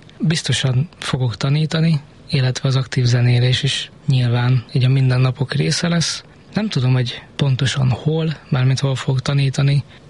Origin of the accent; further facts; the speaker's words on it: Szarvas, Békés, Hungary; hogyha én mondjuk otthonról jövök Szarvasról